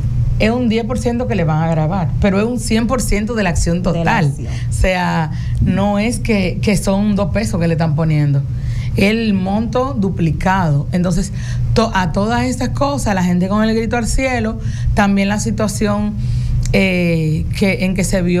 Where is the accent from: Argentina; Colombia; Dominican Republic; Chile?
Dominican Republic; como somos los dominicanos y las dominicanas